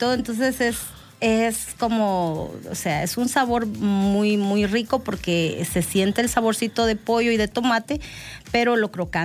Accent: Guatemala; También hacemos tapado guatemalteco. Yo soy guatemalteca.

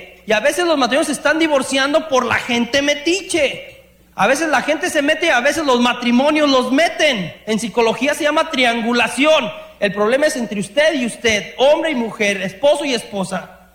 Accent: Mexico; Tenemos un mal, muchos de los que venimos de México

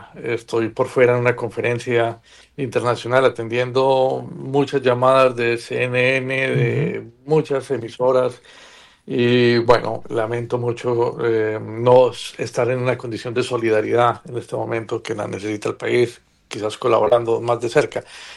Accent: Manizales, Caldas, Colombia; yo soy de Manizales y me crié alrededor de este tipo de fenómenos.

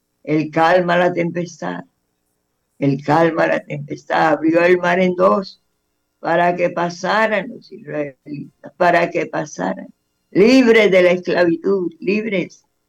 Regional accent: Colombia

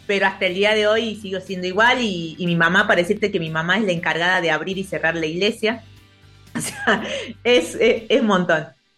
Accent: Salta, Argentina; Yo soy salteña, o sea, vos me vas a escuchar hablar, yo no hablo como los porteños, diría ahí la sé, yo no tengo esa tonada porteña. Yo soy más del norte, campo adentro, mis padres, ¿no? Bien campo, bien campo.

